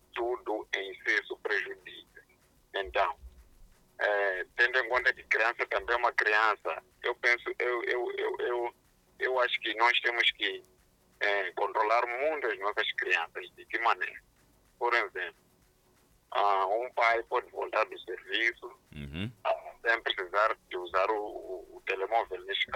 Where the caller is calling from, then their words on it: Matola, Maputo, Mozambique; Eu falo da Matola.